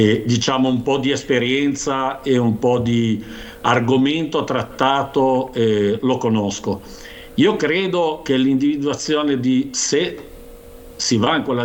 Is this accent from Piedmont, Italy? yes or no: yes; Turin, Piedmont, Italy; io ho 58 anni, quando ero ragazzino a Torino andavo a comprare il latte con la bottiglia